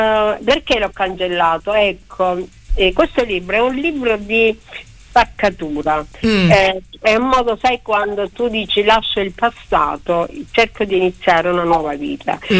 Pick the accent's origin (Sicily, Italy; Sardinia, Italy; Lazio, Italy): Sicily, Italy; Io sono siciliana, vengo da una tradizione familiare molto